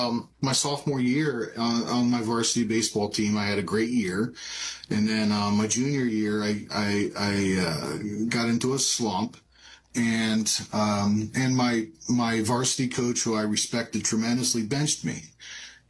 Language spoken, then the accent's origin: English; Jacksonville, New Jersey, United States; I'm from Jacksonville, New Jersey. I am the third child, two older brothers, one younger sister.